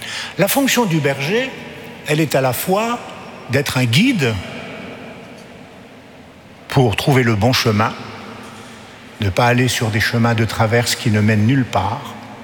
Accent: Paris, Île-de-France, France; moi je suis parisien

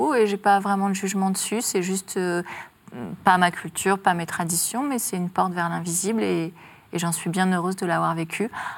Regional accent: Paris, Île-de-France, France; je suis une parisienne, très parisienne, assez mondaine.

